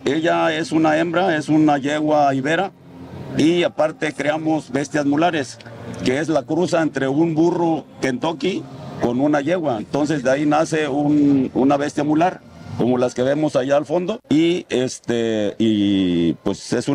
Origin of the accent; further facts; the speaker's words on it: Matías Romero, Oaxaca, Mexico; also born or lived in Uxpanapa, Veracruz; Yo soy del municipio de Matías Romero, Oaxaca, pero también soy de Uspanapa. Pues soy veracruzano y soy también oaxaqueño